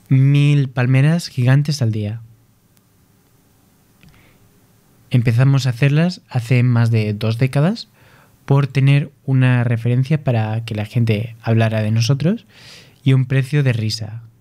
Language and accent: Spanish; Brazil; Spanish is a second language; Yo es que vengo de Brasil y en Brasil carne es lo que llamamos a la carne de vaca, la ternera.